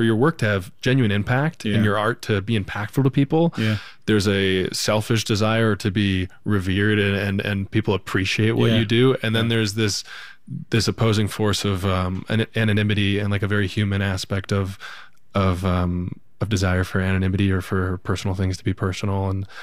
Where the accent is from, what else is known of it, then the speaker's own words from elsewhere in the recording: Canada; And I was like, I'm Canadian to the bones. I'm very proud.